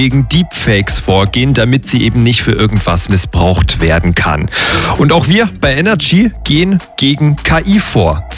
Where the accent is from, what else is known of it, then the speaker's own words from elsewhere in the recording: Georgensgmünd, Bavaria, Germany; ich bin ein echter Franke und ich komme aus Georgensgmünd.